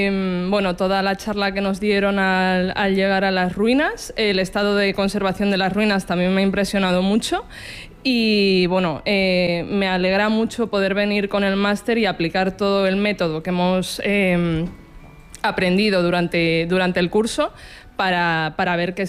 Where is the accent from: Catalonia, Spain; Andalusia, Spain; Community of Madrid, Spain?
Community of Madrid, Spain; Madrid; also born or lived in Valladolid; soy medio madrileña, medio vallisoletana y he estudiado arquitectura en la ETSAM, en la Escuela de Arquitectura de Madrid